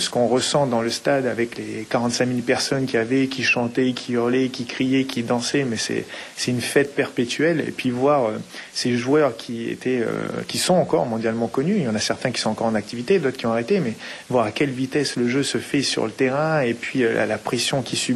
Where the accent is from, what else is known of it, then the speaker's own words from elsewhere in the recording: New Caledonia; en tant que Calédonien, une toute petite île, 250 000 personnes.